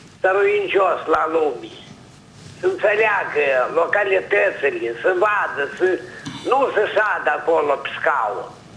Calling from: Anenii Noi, Anenii Noi District, Moldova; anenii noi.

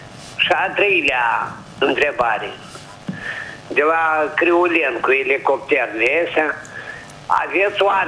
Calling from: Anenii Noi, Anenii Noi District, Moldova; de la Anini Noi.

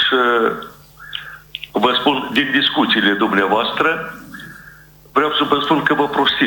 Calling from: Ștefan Vodă District, Moldova

